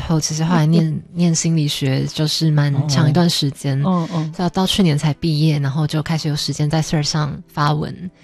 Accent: Tamsui, New Taipei, Taiwan; 是淡水人。

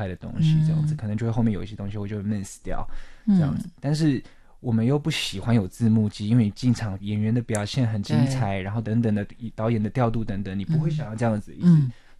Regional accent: Taiwan; 比如说我是台湾人

